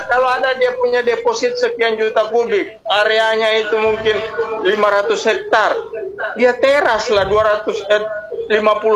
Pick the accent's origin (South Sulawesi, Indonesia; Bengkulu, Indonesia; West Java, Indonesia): South Sulawesi, Indonesia; Bone; born there; now in Palu, Indonesia; Saya kan lahir di Bon. Dukung Sulawesi Selatan.